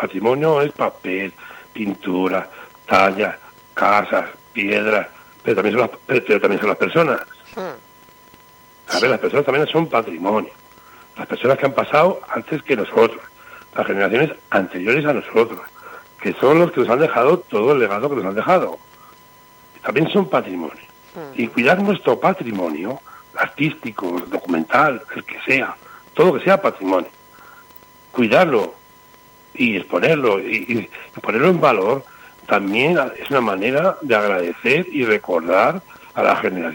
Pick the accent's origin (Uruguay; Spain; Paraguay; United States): Spain; Calatayud, Aragon; Que te somos de Calatayud.